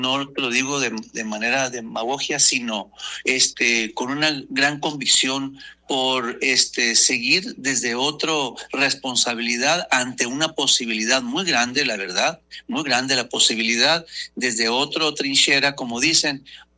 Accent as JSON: {"language": "Spanish", "town": "Naco", "region": "Sonora", "country": "Mexico", "tie": "born there", "also_born_or_lived": "Agua Prieta, Sonora", "moved": "yes", "lives_now": "Nogales, Mexico", "said": "Aquí en Nogales yo me formé profesionalmente, aquí estudié en el Tecnológico. En Naco nací, en Agua Prieta hice mi prepa, en Cananea fui deportista, en Imuris fui una persona que trabajaba ahí"}